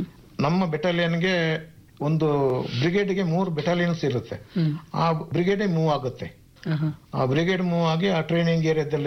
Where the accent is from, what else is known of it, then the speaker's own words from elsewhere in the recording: Kodagu, Karnataka, India; ಮತ್ತೆ ನಾವು ಮೂಲತಃ ಕೊಡಗಿನವರಾದ್ರಿಂದ ನಾವು ಸ್ವಲ್ಪ ಹಾಕಿ ಆಟಗಾರರು